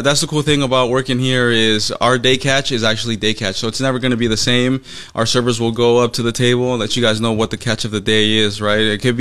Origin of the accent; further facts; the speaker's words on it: Mexico City, Mexico; I'm from Mexico City, like you said, born and raised. These are the flavors that I grew up eating.